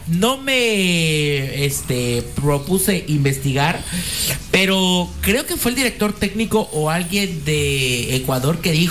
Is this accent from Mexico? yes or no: yes; Mexico; los mexicanos les ganamos.